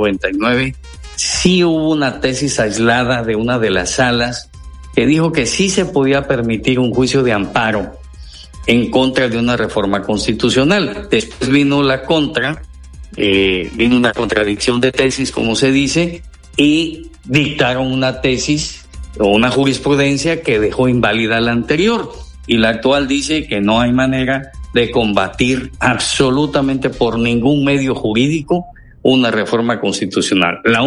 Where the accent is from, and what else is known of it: Mexico